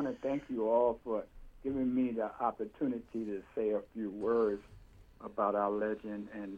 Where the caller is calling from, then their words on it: California, United States; No, I'm on the West Coast. I'm calling you from Cali.